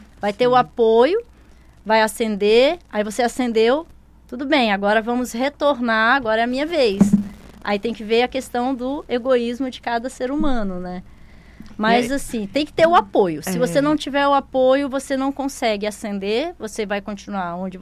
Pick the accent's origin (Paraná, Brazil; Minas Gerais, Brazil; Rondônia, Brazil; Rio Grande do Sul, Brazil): Rondônia, Brazil; born or raised there; moved away as an adult; also born or lived in Goiânia; now in Roraima, Brazil